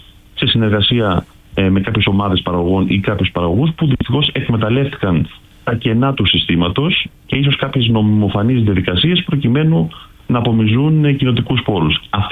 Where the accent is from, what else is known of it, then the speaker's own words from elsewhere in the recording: Crete, Greece; εγώ βάζω μέσα και την Κρήτη, τον τόπο μου